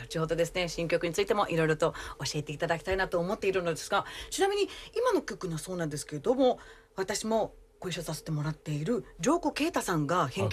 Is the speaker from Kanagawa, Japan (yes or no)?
yes; Yokohama, Kanagawa, Japan; 大好きですよ。私横浜出身なので。